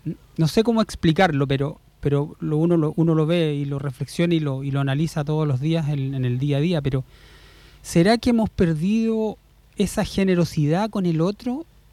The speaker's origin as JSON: {"language": "Spanish", "country": "Chile", "said": "No, es mi país, yo soy chileno y soy bien chileno."}